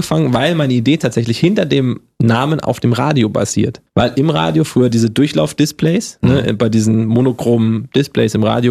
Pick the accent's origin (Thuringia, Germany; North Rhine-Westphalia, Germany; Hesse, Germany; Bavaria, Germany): Hesse, Germany; accent: Hessian; Das Hessisch abtrainieren, komme ich aus Hessen, da hatte ich so diesen Dialekt leicht drauf, der wurde mir abtrainiert. war auch gut so, aber ohne, dass ich jetzt meine hessischen Wurzel verliere.